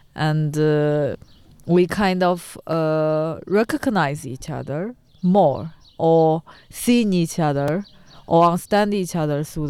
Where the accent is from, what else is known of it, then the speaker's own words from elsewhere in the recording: China; English is a second language; moved away as an adult; now in Łódź, Poland; I come from China